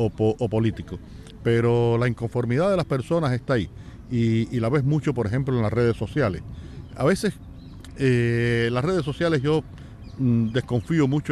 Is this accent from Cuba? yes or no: yes; Cuba; Yo nací en Cuba, he vivido toda mi vida en Cuba y yo nunca había visto eso.